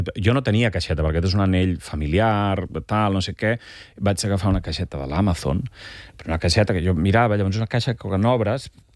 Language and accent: Catalan; Altafulla, Catalonia, Spain; al meu poble, Altafulla, petitet